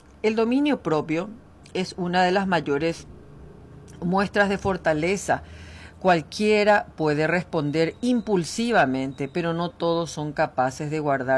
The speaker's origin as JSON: {"language": "Spanish", "country": "Paraguay", "said": "como mujer paraguaya me tengo que dividir en 400 pedazos"}